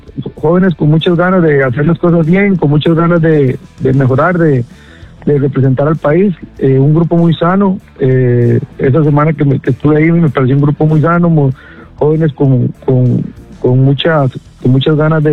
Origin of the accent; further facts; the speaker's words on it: Costa Rica; Creo que uno como costarricense siempre a la selección nunca le puede decir que no